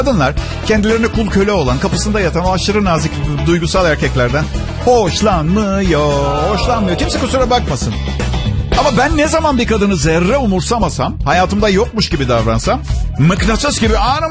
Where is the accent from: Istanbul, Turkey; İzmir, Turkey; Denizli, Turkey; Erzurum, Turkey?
Istanbul, Turkey; born there; o kadar uzun süredir Türkiye'deyim ki Tophane'de doğdum. Gerçekten Tophane'de bir hastanede doğdum. Eskiden İtalyan hastanesi vardı orada, artık yok.